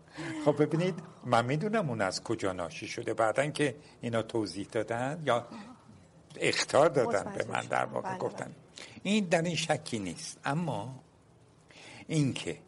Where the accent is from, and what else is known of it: Iran; first language Turkish (Azerbaijani); Persian is a second language